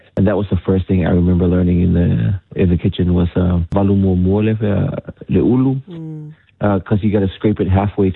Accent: Samoa; moved away; The umu in Samoa is pretty much where we grew up in Umukuka.

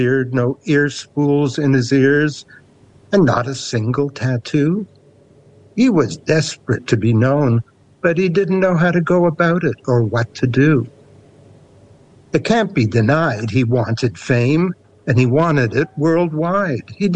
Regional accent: Canada; accent: Canadian; moved away as an adult; now in New Zealand; I mean, I've been in New Zealand 33 years. I'll never lose my Canadian accent because I came here at 42, and you don't lose an accent at that age.

